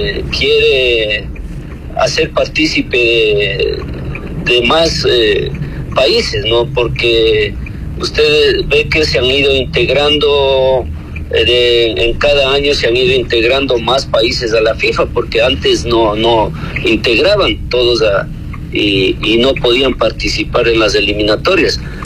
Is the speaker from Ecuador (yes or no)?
yes; Ecuador; nosotros como ecuatorianos, hoy yo soy un hincha más de Ecuador